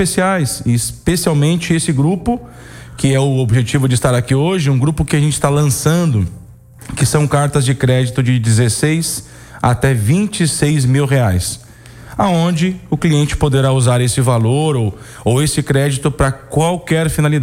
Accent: Rio Grande do Sul, Brazil; eu que sou gaúcho

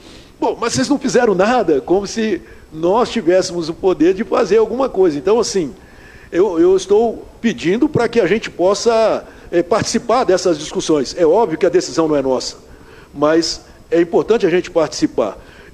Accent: Brazil; born or raised there

